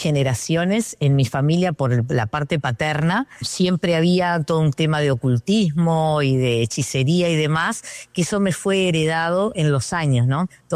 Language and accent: Spanish; Montevideo, Uruguay